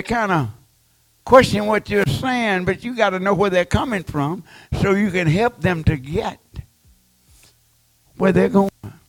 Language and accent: English; Georgia, United States; See, I come from Georgia.